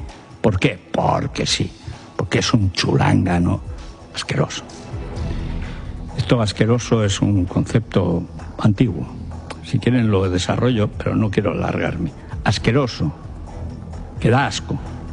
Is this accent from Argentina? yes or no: no; Spain; sino porque somos españoles.